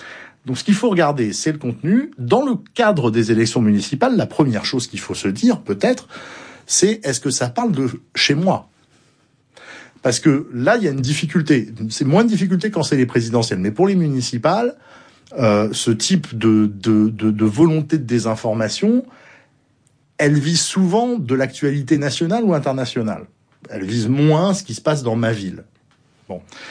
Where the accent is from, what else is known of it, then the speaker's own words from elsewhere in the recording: Bordeaux, Nouvelle-Aquitaine, France; Moi, je suis bordelais